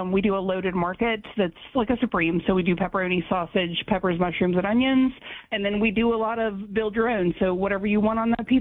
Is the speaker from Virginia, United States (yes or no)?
yes; Bluefield, Virginia, United States; I'm from Bluefield, Virginia, so I'm not far from